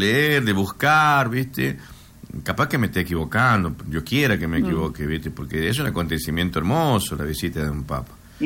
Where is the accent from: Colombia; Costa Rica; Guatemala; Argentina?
Argentina; Que los argentinos somos muy particulares.